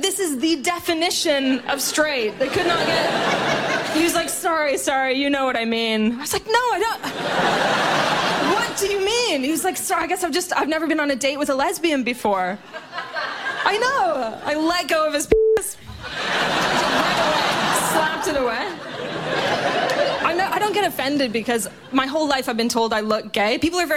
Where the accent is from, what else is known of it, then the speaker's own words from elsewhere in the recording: Canada; moved away; I'm from Canada.